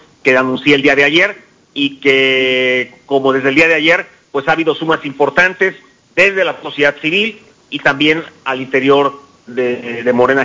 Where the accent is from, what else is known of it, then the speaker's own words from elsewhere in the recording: Colima, Mexico; Yo aquí nací, aquí he crecido en Colima, aquí he hecho mi vida y este es el lugar donde quiero también terminar, ¿no?